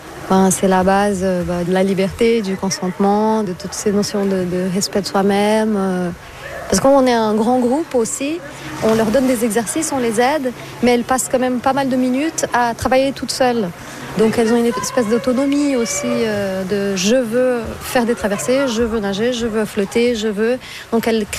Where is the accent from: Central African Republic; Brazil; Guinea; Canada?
Brazil; now in Switzerland; Moi, je suis brésilienne hein, à la base